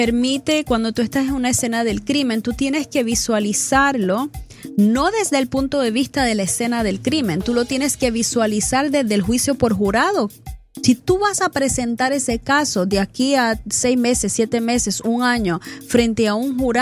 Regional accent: Bayamón, Puerto Rico; moved away as an adult; now in Virginia, United States; nací en Puerto Rico, soy de Bayamón, Puerto Rico. Allí fue donde estudié, donde crecí, ¿verdad? Y estudié leyes. Luego, en el año 2015, me trasladé al estado de Virginia y desde entonces estoy ejerciendo el derecho de inmigración.

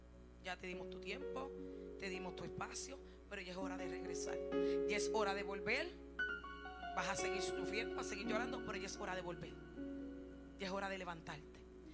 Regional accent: Cataño, Puerto Rico; moved away; Fuimos el primer día a Juana Mato, en Cataño, de donde somos. Jessica es de Juana Mato, yo soy de Cataño, pero somos de Juana Mato, ella es de Juana Mato.

